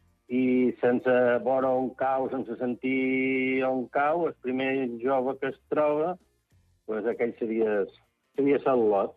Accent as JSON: {"language": "Catalan", "town": "Santa Eulària des Riu", "region": "Balearic Islands", "country": "Spain", "said": "Jo som de Santa Eulària, no som de Sant Joan."}